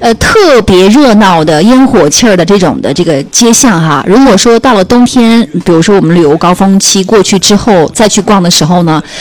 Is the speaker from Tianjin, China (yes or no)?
no; Urumqi, Xinjiang, China; 我的家乡如此之有吸引力